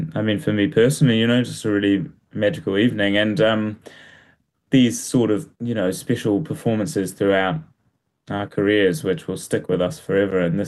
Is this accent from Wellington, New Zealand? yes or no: yes; Wellington, New Zealand; also born or lived in England; I grew up in Wellington.